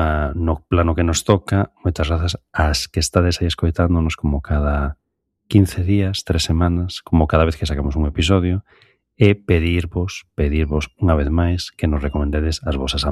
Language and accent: Galician; Vigo, Galicia, Spain; Porque ties 50% do Barbanza, pero son 100% de Vigo.